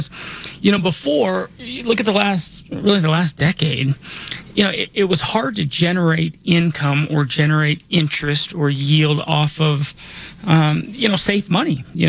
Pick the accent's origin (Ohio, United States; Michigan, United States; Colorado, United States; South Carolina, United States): Colorado, United States; Denver; I was born and raised here in Denver.